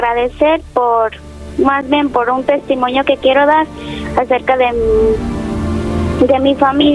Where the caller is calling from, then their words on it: Chiapas, Mexico; Soy del estado de Chiapas.